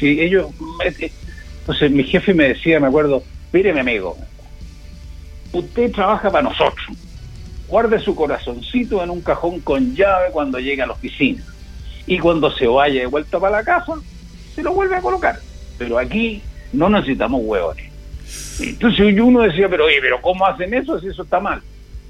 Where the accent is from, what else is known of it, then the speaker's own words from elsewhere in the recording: San Rosendo, Biobío, Chile; now in Coquimbo, Chile; Yo llegué como guaso de San Rosendo con una canasta y una gallina a Coquimbo, me acuerdo, para el tsunami.